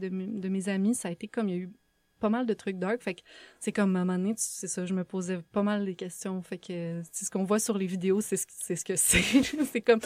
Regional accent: Sherbrooke, Quebec, Canada; je viens de Sherbrooke.

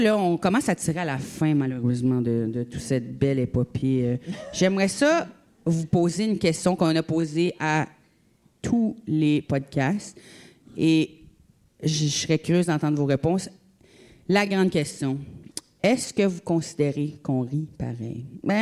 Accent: Acadia, Canada; je viens de l'Acadie

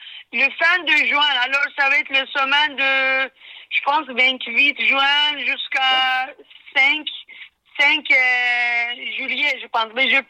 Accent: Istanbul, Turkey; born there; French is a second language; Mes parents sont yougoslaves, mais moi, je suis née à Istanbul.

